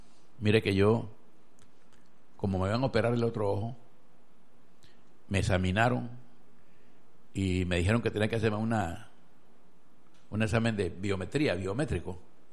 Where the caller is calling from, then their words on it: Buenaventura, Valle del Cauca, Colombia; yo no vivo aquí en Buga, yo vivo en Buenaventura